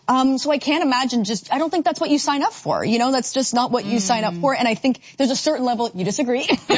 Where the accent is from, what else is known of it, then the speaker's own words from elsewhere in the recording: Canada; Especially as a Canadian actor, generally speaking, a lot of my friends that are actors, they want to be character actors